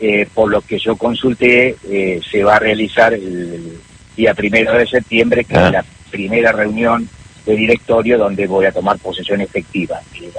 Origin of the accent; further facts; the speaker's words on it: General Pico, La Pampa, Argentina; moved away as an adult; now in Santa Rosa, Argentina; En General Pico, en primario y secundario